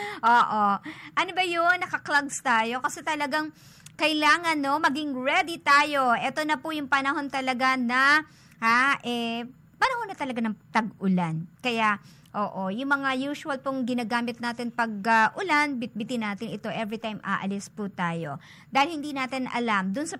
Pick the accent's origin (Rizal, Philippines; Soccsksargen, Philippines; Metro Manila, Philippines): Metro Manila, Philippines; Caloocan; dyan sa amin sa Caloocan, no? I'm from South Caloocan.